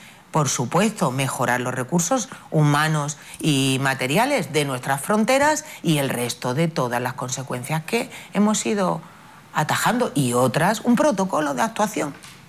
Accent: Spain; unas ciudades como Ceuta y Melilla, que somos frontera sur de Europa

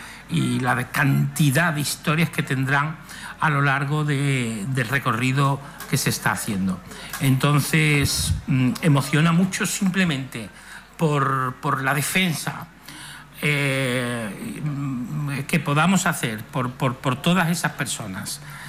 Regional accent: Seville, Andalusia, Spain; born there; moved away; yo soy nacido en Sevilla, aunque llevo ya aquí ya 20 años.

